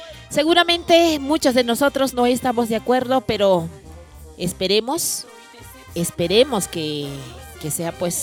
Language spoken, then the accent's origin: Spanish; Peru; como peruanos, sentimos orgullo de tanta riqueza natural